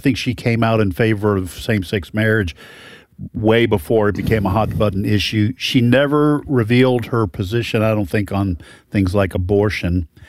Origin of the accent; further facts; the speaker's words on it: Boston, Massachusetts, United States; I will say this as a Bostonian.